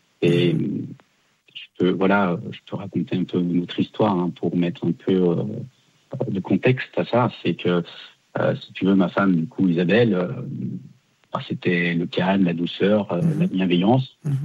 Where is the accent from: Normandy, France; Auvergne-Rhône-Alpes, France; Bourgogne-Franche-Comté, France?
Auvergne-Rhône-Alpes, France; Lyon; Oui, donc c'est ce que je te disais, donc je viens de Lyon.